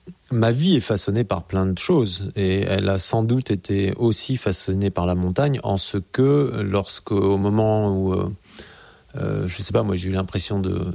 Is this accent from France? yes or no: yes; Grenoble, Auvergne-Rhône-Alpes, France; born there; puisque je suis né à Grenoble, donc il y avait le sapet, des plateaux autour de Grenoble.